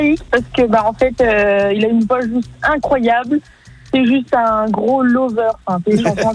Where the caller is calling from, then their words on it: Saint-Jean-aux-Amognes, Bourgogne-Franche-Comté, France; Moi, j'habite à Saint-Jean-aux-Amognes.